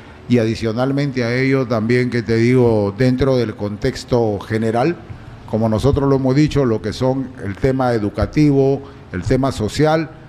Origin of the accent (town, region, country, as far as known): Tambogrande, Piura, Peru